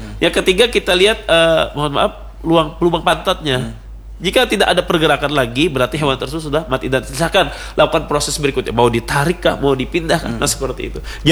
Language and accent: Indonesian; South Kalimantan, Indonesia; karena kita orang Banjar ini banyak memakai ilmu tapaul